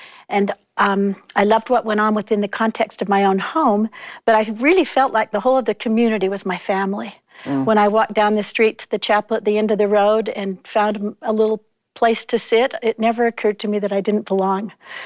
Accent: Salt Lake City, Utah, United States; I grew up in Salt Lake City.

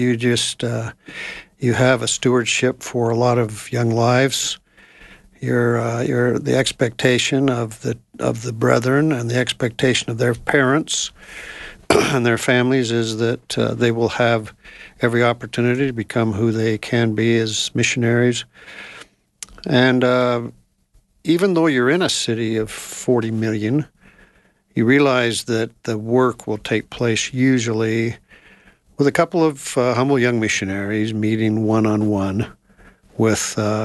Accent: Dillon, Montana, United States; also born or lived in California / Washington / Idaho / Texas; now in Utah, United States; I grew up in Dillon, Montana.

